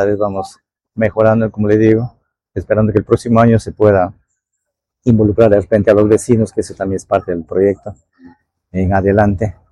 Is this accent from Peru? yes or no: yes; Peru; sentirnos orgullosos de que somos peruanos.